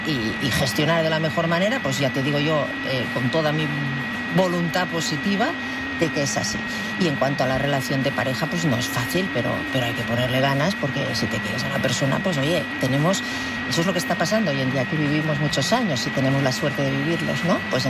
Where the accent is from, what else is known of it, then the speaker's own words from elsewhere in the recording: Catalonia, Spain; Pero es porque yo dije que como catalán no había pareja... No, esto dije. No había pareja más catalana que la nuestra.